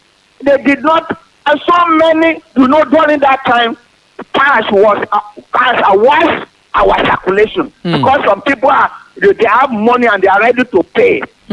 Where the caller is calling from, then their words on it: Lagos, Nigeria; I'm calling that group from Lagos.